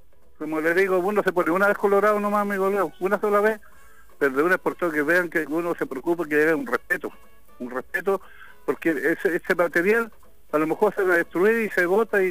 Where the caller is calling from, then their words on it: Chile; soy un ciudadano chileno, le dije yo